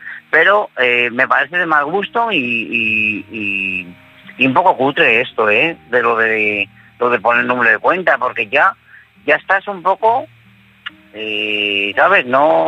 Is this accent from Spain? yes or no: yes; Madrid, Community of Madrid, Spain